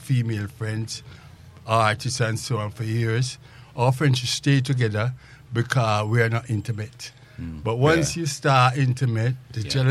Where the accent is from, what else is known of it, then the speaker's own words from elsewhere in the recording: Jamaica; Growing up in Jamaica, which I have a book said, growing up in Jamaica with reggae music